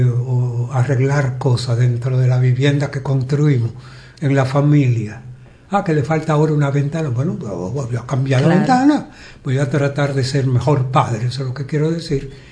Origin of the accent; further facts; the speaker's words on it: Dominican Republic; Yo soy dominicano. Y la gran mayoría, de los, por no decirlo todo, todos los dominicanos somos alegres